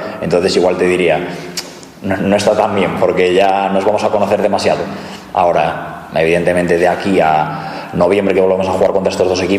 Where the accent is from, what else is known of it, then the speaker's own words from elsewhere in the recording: Galicia, Spain; Como gallego, no quiero ser más gallego que el Orballo